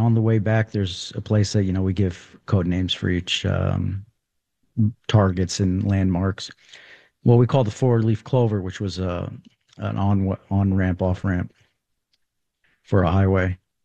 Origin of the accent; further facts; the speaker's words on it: New York, United States; for someone who's so personally involved as a first generation and as a New Yorker